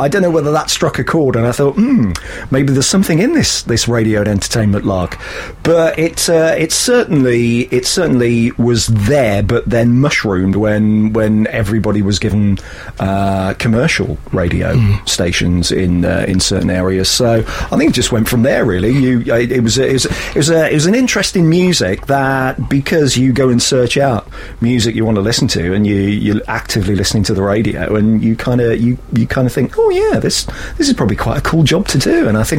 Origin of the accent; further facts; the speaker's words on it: West Midlands, United Kingdom; moved away; where I grew up in the West Midlands